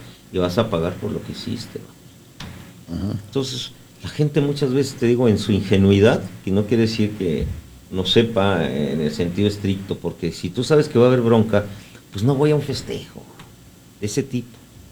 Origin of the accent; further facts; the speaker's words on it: Mexico; Nosotros somos mexicanos